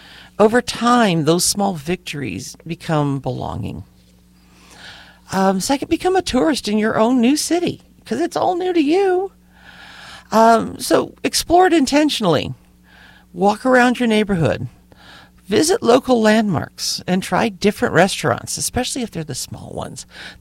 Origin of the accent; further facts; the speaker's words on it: California, United States; born there; moved away as an adult; also born or lived in Clarksville, Tennessee; now in Vermont, United States; that was a little change for the California girl.